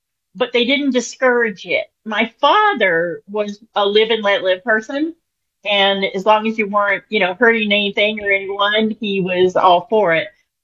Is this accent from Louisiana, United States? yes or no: yes; New Orleans, Louisiana, United States; but I'm from New Orleans, so I feel like that kind of comes with the New Orleans territory